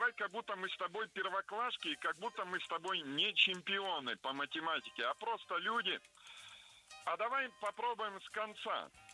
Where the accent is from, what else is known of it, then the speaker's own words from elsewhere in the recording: Chelyabinsk, Chelyabinsk Oblast, Russia; Вот я сам из Челябинска.